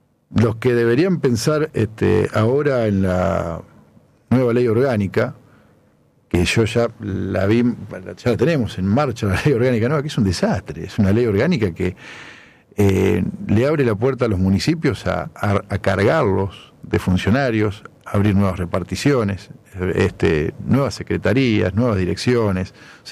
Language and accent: Spanish; Argentina